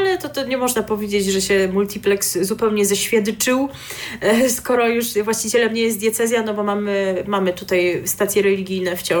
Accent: Pomeranian Voivodeship, Poland; jestem z Pomorza

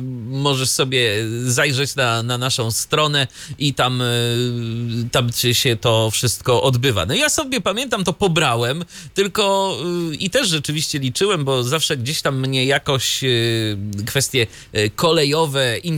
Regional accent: Iława, Warmian-Masurian Voivodeship, Poland; jeden człowiek z mojego rodzinnego miasta, mianowicie z Iławy

